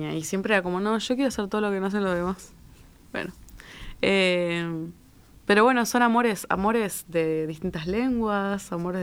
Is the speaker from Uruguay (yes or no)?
yes; Maldonado, Uruguay; yo soy de Maldonado y fui con el liceo cuando era chica